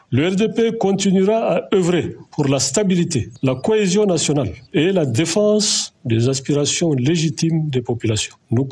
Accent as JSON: {"language": "French", "country": "Chad"}